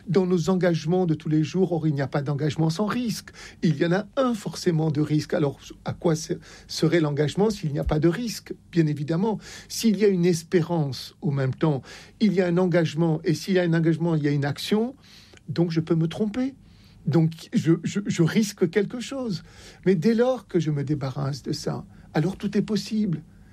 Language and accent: French; Oran, Oran Province, Algeria; moved away; Je suis né à Oran.